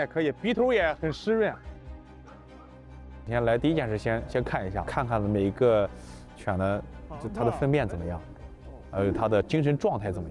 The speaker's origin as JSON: {"language": "Chinese", "region": "Shandong", "country": "China", "said": "就在我们山东人有一句古语讲，叫家财万贯，带毛的不算。"}